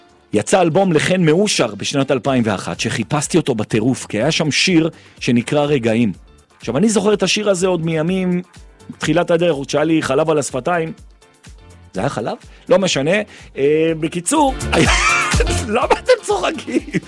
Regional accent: Jerusalem, Jerusalem District, Israel; אני ירושלמי, וככה חונכתי

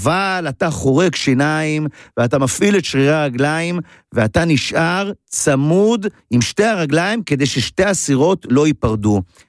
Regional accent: Ein Gev, Northern District, Israel; אני גדלתי בכנרת, בעין גב, ואצלנו כשרצינו לאמן את הכושר הגופני שלנו לקראת הצבא, אז היינו עושים את התרגיל הבא.

